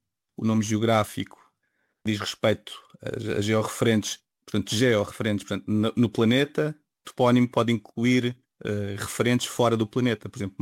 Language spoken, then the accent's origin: Portuguese; Portugal